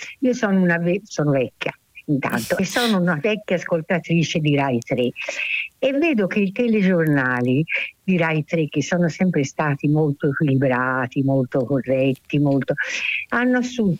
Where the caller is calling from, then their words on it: Florence, Tuscany, Italy; sono di Firenze